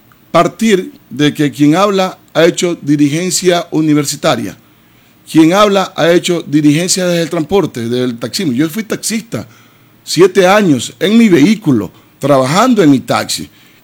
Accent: Esmeraldas, Ecuador; Y quien les habla nació en uno de los barrios más pobres de Esmeralda. Yo vengo de la Parada 7, de la Malecón y Ramón Tello. Yo vengo de allá, Malecón y Muriel.

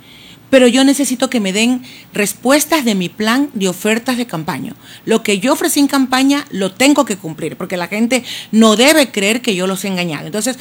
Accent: Ecuador; ahora he logrado conocerme en mi país y me siento orgullosísima de eso.

